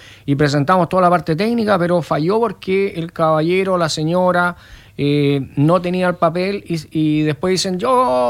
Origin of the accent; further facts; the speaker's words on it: Chile; porque somos chilenos.